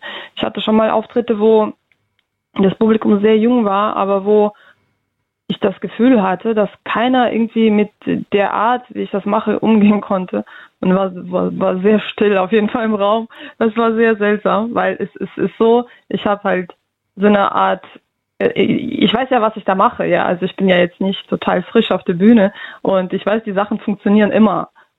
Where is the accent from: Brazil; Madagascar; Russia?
Russia; now in Germany; ich komme aus Russland